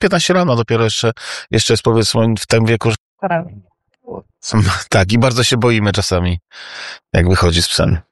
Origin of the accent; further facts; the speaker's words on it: Wrocław, Lower Silesian Voivodeship, Poland; now in Southampton, United Kingdom; z Wrocławia i z Ostrowca.